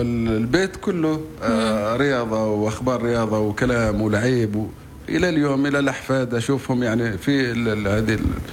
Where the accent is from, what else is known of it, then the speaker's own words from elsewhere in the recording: Salalah, Dhofar, Oman; فأنا من مواليد صلالة، عشت تربيت في عند خوالي، بيت عوض بن زايد النوبي، و ترعرعت أيضا في أسرة رياضية.